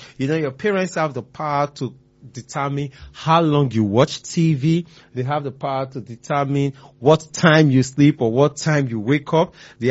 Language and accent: English; Nigeria; I want to use Nigeria as an example, since yesterday was our Independence Day.